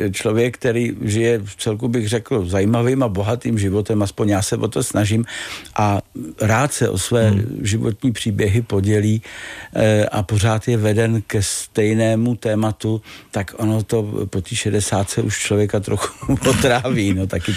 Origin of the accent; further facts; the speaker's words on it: Prague, Czechia; born there; s Toníkem se známe v podstatě od dětství, protože jsme sousedy a na Hanspalce